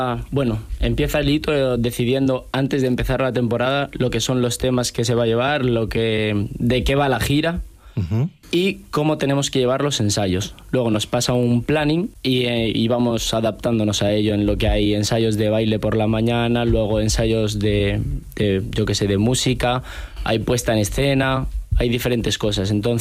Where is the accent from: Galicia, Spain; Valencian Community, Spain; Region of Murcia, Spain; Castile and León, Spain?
Castile and León, Spain; Arévalo; Yo soy de Arévalo, de Ávila.